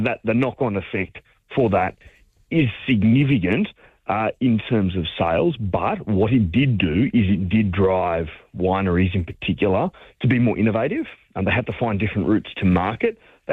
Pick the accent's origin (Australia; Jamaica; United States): Australia; as Australian winemakers